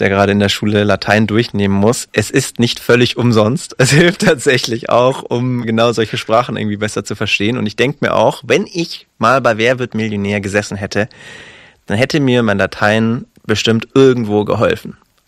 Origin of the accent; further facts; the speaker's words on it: Stuttgart, Baden-Württemberg, Germany; Ich komme ja aus Stuttgart.